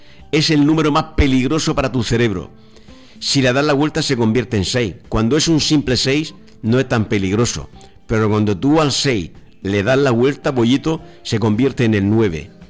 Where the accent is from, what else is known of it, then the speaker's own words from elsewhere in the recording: Region of Murcia, Spain; En fin, los de Marte no, yo soy murciano, perdón.